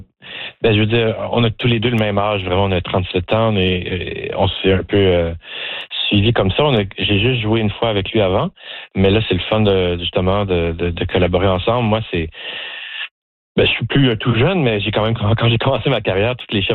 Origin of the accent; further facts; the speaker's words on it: Joliette, Quebec, Canada; Moi, j'ai grandi à Joliette au Québec, petite ville francophone à 1 heure de Montréal.